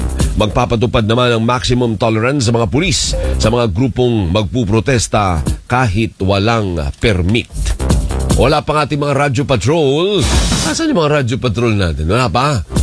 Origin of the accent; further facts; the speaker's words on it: Bacolod, Western Visayas, Philippines; Sa amin sa Negros, sa Bacolod